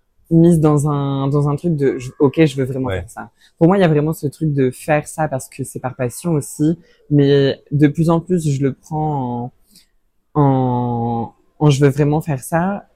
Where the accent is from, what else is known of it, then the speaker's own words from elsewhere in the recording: Normandy, France; moved away as an adult; Je suis originaire de Normandie, mais à 18 ans, j'ai voulu déménager à Paris